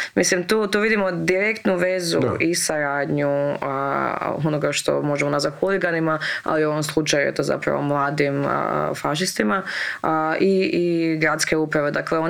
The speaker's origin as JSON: {"language": "Croatian", "town": "Vukovar", "region": "Vukovar-Syrmia County", "country": "Croatia", "tie": "born or raised there", "said": "ja nikad nisam vidjela toliko murala kao u Rijeci, odrasla sam u Vukovaru. Odrasla sam u Vukovaru uz grafite Ubi Srbina i to mi je bilo kao nešto standardno."}